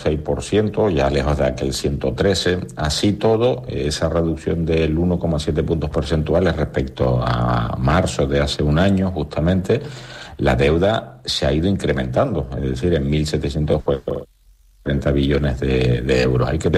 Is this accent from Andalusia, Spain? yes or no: no; Canary Islands, Spain; como canarios debemos menos, pero como españoles debemos más.